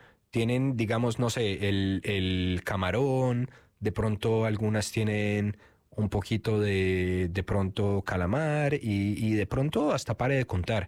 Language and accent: Spanish; Bucaramanga, Santander, Colombia; also born or lived in Bogotá; now in New Zealand; yo soy de Santander, de Bucaramanga